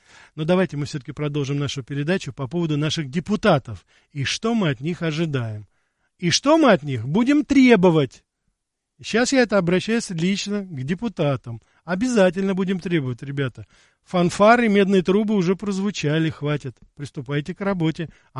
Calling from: Krasnodar, Krasnodar Krai, Russia; Ну, всем привет, я передаю из Краснодара.

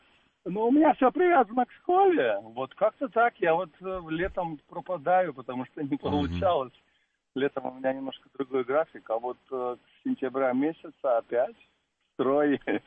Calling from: Abkhazia, Georgia; Нет, я грузин из Абхазии.

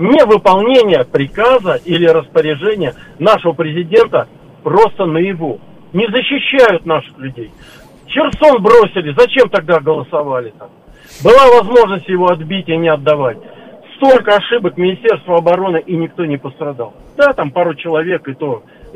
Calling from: Moscow, Russia; я из Москвы.

